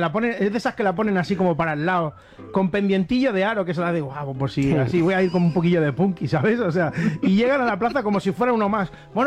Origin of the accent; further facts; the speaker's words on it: Rubí, Catalonia, Spain; Que claro, nosotros somos de Rubí. Nosotros somos de Rubí